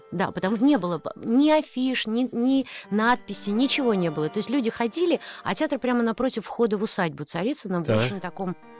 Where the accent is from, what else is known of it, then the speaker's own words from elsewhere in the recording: Odesa, Odesa Oblast, Ukraine; moved away as an adult; now in Moscow, Russia; родилась и выросла в Одессе